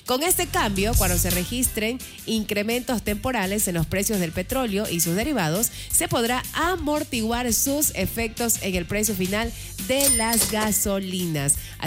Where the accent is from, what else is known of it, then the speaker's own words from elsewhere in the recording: Ecuador; los ecuatorianos